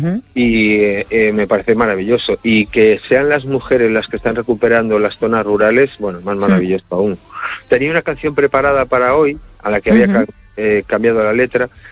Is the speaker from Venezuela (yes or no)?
no; Cangas, Spain